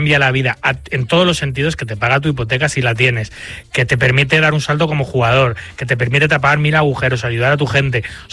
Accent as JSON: {"language": "Spanish", "country": "Spain", "said": "Como español, tú en Estados Unidos presentas tu tarjeta fiscal española o tu residencia en España."}